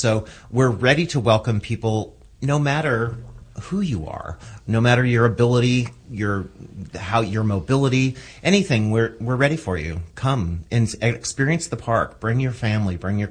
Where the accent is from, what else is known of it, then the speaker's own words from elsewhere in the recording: Kansas City, Kansas, United States; And I grew up in Kansas City, Kansas.